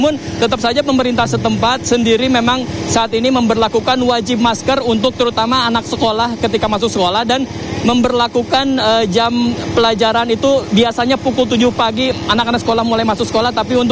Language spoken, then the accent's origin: Indonesian; Java, Indonesia; saya sebagai orang Jawa yang pertama kali datang ke Kalimantan